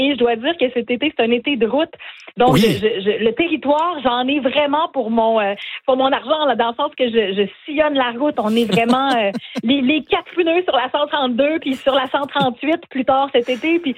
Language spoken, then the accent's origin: French; Quebec, Canada; Je suis à Matane. Je me sens dans mon patelin, pas très loin de chez moi, d'où je viens, de la Gaspésie, de la baie des Chaleurs.